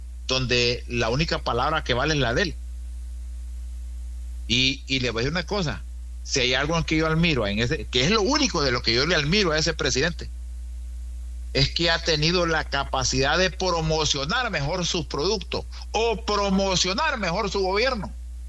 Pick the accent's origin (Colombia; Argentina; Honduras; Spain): Honduras; Como hondureño, se lo digo sinceramente, yo no estaría de acuerdo.